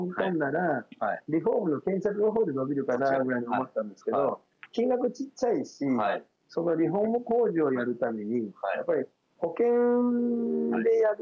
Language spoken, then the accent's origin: Japanese; Nagoya, Aichi, Japan; moved away as an adult; now in Tōkai, Japan; 私、名古屋の南区で生まれ育って